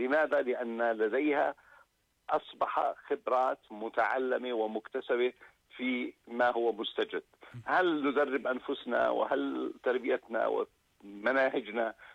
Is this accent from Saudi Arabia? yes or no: no; Jordan; منظومة القيمية لمجتمعنا الأردني